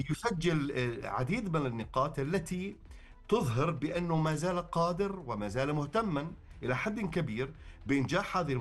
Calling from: Amman, Amman Governorate, Jordan; أنا أنضم إليكم من عمان اليوم.

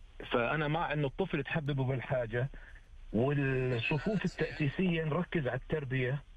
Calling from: Riyadh, Riyadh Province, Saudi Arabia; أنا أكلمك من الرياض.

